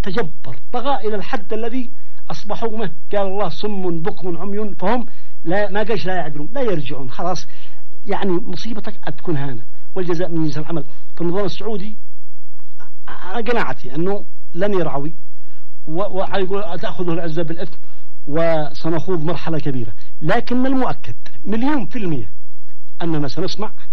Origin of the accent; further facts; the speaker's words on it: Yemen; أنا صرف يمني